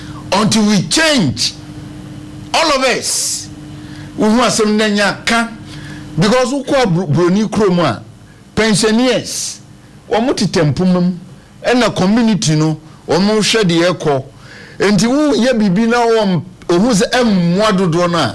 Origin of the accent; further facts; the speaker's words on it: Ghana; Once we are not English people, we are Ghanaians, and we don't have a Ghanaian language.